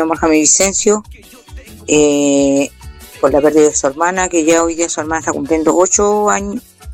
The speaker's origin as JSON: {"language": "Spanish", "town": "La Ligua", "region": "Valparaíso", "country": "Chile", "said": "Hola, mi niño Eri … de la Ligua."}